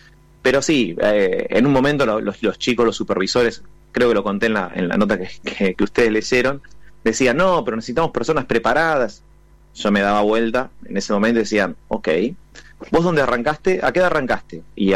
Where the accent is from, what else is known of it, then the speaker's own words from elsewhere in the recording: Coronel Suárez, Buenos Aires Province, Argentina; now in Buenos Aires, Argentina; yo no soy de acá de Buenos Aires, soy del interior, de cerca de Sierra La Ventana, de Coronel Suárez. Entonces, venir a Capital, una ciudad mucho más grande, también era un panorama diferente para mí.